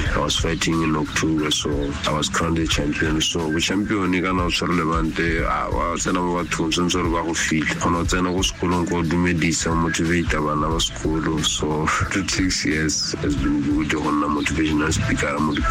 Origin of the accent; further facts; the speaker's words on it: Francistown, North-East District, Botswana; because I was born and raised in Francistown.